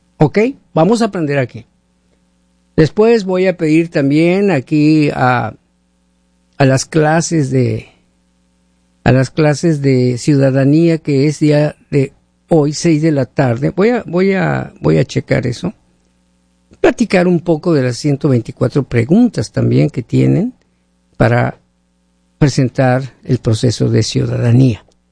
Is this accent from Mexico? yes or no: yes; Mexico; Fíjate nomás, y muchos venimos de México, como tú y yo.